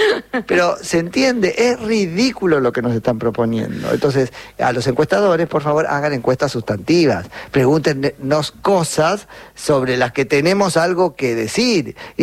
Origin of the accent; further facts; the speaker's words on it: Argentina; pagamos carísimo como argentinos